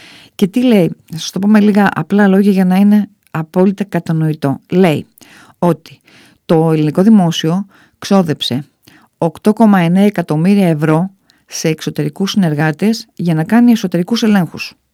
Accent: Greece; ως Έλληνες και γαλουχημένοι μέσα στην ελληνική οικογένεια και κοινωνία

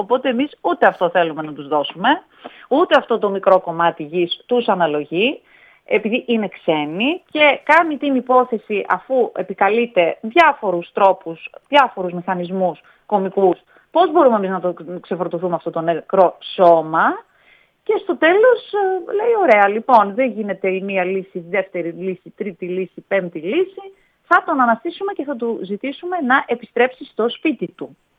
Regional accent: Veria, Central Macedonia, Greece; moved away; also born or lived in Athens; στον τόπο που μεγάλωσα, όχι που γεννήθηκα, γιατί εγώ γεννήθηκα στην Αθήνα, αλλά μεγάλωσα στη Βέρεια

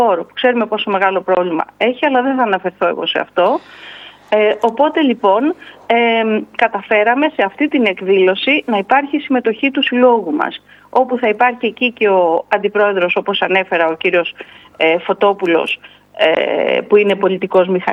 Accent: Zacharo, Western Greece, Greece; also born or lived in Anilio; Εγώ είμαι καθηγήτρια μαθηματικών στο Μετσόβιο Πολυτεχνείο και έχω καταγωγή από το Ανήλιο και τη Ζαχάρο.

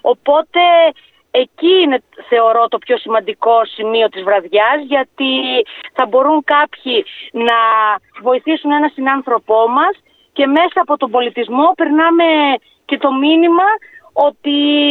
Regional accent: Peloponnese, Greece; born there; now in Lesbos, Greece; Εμείς επειδή είμαστε Πελοποννήσιοι της Λέσβου, έτσι νιώθουμε, γιατί ναι μεν γεννηθήκαμε στην Πελοπόννησο, αλλά είμαστε εδώ και εδώ είναι οι δουλειές μας, εδώ είναι η οικογένειά μας.

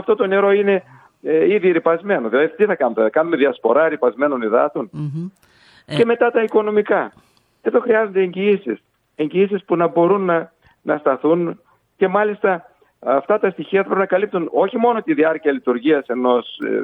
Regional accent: Greece; Πραγματικά νιώσαμε και εμείς περήφανοι σαν Έλληνες

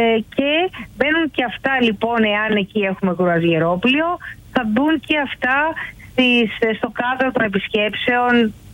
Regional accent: Crete, Greece; Ειδικά εμείς, που είμαστε κρητικοί, ο νότος των Χανίων, εκεί αυτά τα οι παραλίες, τα δώματα, τα γλυκά νερά, το λουτρό

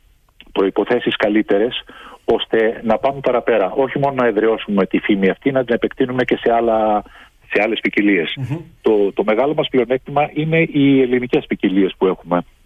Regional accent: Macedonia, Greece; Ναι, το μεγαλύτερο μέρος της ζωής μου είναι, είμαι Μακεδόνας.

